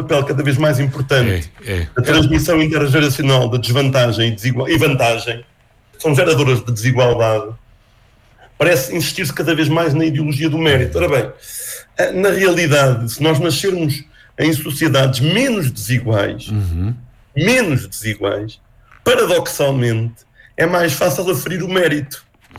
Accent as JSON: {"language": "Portuguese", "country": "Portugal", "said": "Nós nascemos em Portugal"}